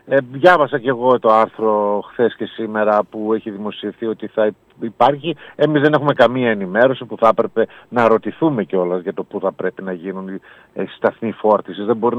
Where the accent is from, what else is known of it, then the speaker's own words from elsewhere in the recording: Greece; σαν Έλληνες σε αυτή τη χώρα.